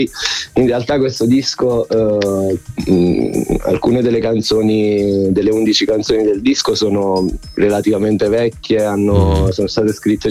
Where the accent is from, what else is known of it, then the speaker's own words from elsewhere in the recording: Sassano, Campania, Italy; also born or lived in Bologna; il mio luogo di origine, la provincia di Salerno. Io sono nato e cressuto a Sassano.